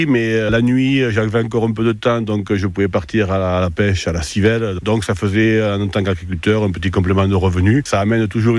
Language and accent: French; Saubusse, Nouvelle-Aquitaine, France; je suis natif de Saubus.